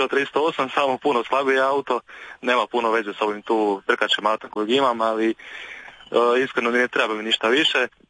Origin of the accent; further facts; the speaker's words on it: Croatia; kod nas u Hrvatskoj